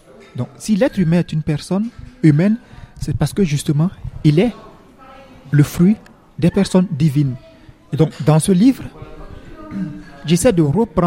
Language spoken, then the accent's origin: French; Côte d’Ivoire; now in Bétharram, France; religieux prêtre du Sacré-Cœur de Jésus de Bétaram. Je suis ivoirien d'origine et en mission actuellement en France